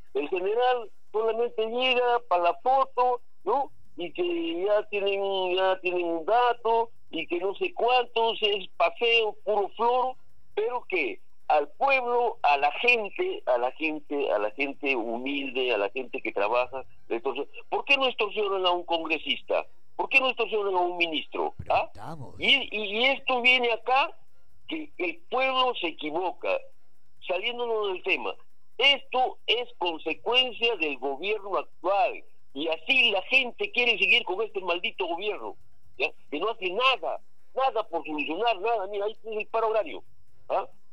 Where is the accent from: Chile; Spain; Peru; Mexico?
Peru; Como padre de familia, como peruano